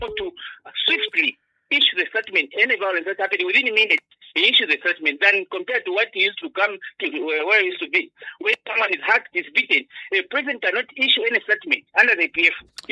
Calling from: Lusaka, Lusaka Province, Zambia; I'm calling you here in Lusaka, sir.

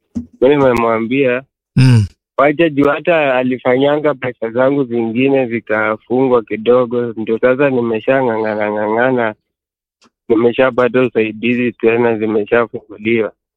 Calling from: Nairobi, Kenya; Niko na nyumba Nairobi nimerendisha.

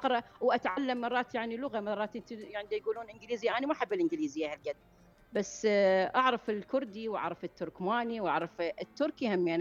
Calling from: Kirkuk, Kirkuk Governorate, Iraq; أني من كركوك

